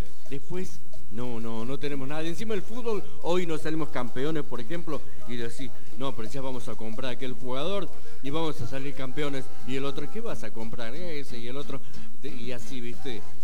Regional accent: Argentina; ¿Por qué será que está así en mi país? Tan lindo que es el país Argentina.

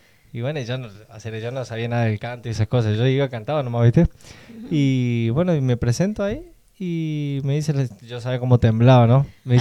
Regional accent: Córdoba, Argentina; moved away as an adult; also born or lived in Formosa; now in Reconquista, Argentina; Yo soy oriundo, nací en Formosa y fui criado en Córdoba toda mi vida, hasta los 19 años, y después me vine para Reconquista.

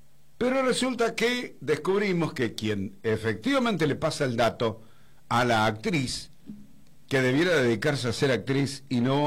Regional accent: Argentina

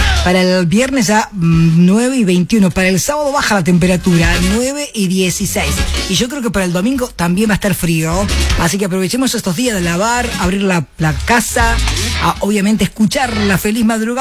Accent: Córdoba, Argentina; yo estoy acá en Córdoba, yo soy de Córdoba capital, de Córdoba capital, bien cordobesa. Mi mamá era santiagueña, mi papá bien cordobés.

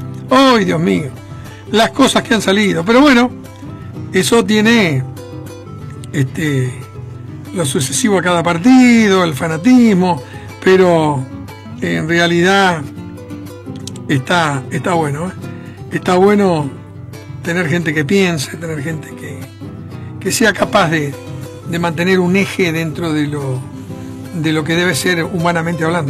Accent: Argentina; como un argentino más

